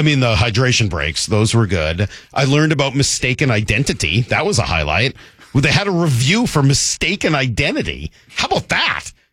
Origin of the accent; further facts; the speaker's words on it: United States; I'm an American.